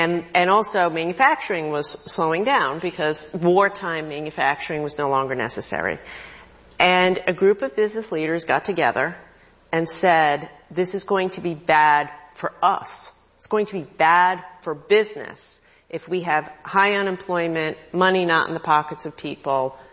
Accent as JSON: {"language": "English", "region": "Rhode Island", "country": "United States", "said": "I'm from Rhode Island. Our state motto is hope, okay?"}